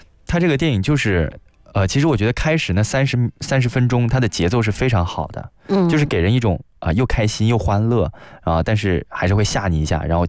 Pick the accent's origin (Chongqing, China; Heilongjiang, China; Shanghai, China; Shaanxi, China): Shaanxi, China; Baoji; 我老家是陕西宝鸡眉县的。